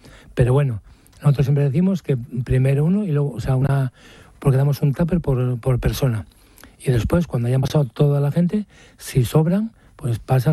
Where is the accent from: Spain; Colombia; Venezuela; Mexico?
Spain; Maliaño, Cantabria; como nos llaman cachoneros a los que somos de Maliaño